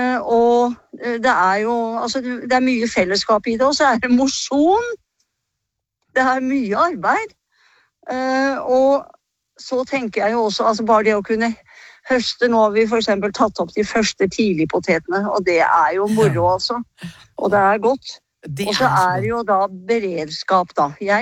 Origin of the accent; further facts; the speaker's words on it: Skien, Telemark, Norway; jeg har vokst opp midt i Skien